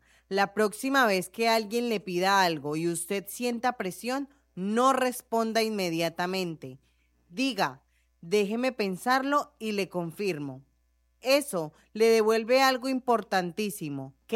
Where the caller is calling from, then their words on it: Río Hato, Coclé, Panama; de Río Hato.